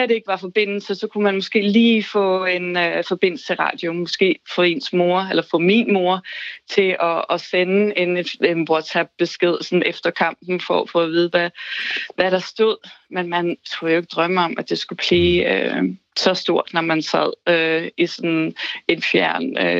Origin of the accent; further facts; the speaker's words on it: Aarhus, Central Denmark Region, Denmark; moved away as an adult; also born or lived in London / Myanmar; now in Gilleleje, Denmark; Det er et stadion, hvor jeg er vokset op.